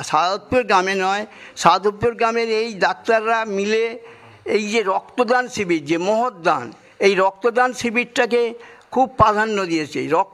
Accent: West Bengal, India

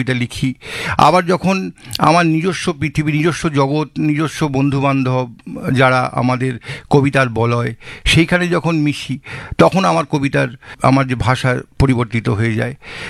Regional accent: Dhaniakhali, West Bengal, India; বেড়ে ওঠা ধনেখালি, ধনিয়াখালি, তাঁতের শাড়ি যে সেই জায়গাতে আমার বেড়ে ওঠা।

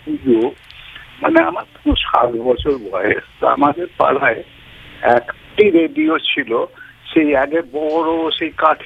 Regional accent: Sribati, West Bengal, India; আমার পূর্ব বর্ধমান জেলা কাটোয়া থানা শ্রীবাটি গ্রাম, হজ পাল গ্রাম ছিল কিন্তু জমিদারের গ্রাম

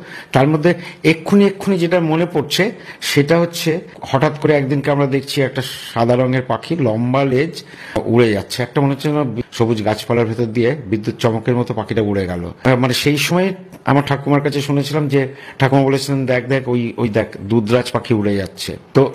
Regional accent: West Bengal, India; also born or lived in Kolkata; now in Santiniketan, India; আমার ছোটবেলাটা কেটেছে শহরে নয়, গ্রামে, বসিরহাটে ওদিকের একটা গ্রামে আমাদের গ্রামের বাড়ি ছিল। সেখান থেকে পরে কিছুদিনের জন্য শহরে এসেছিলাম, কলকাতায় ছিলাম, তারপরে তো আবার শান্তিনিকেতনে আসি। শান্তিনিকেতনটাকে গ্রাম বলা যায় না, আবার শহরও বলা যায়

